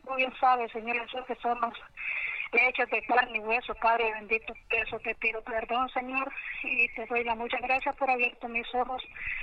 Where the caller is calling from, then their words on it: Cofradía, Cortés, Honduras; de Cofradía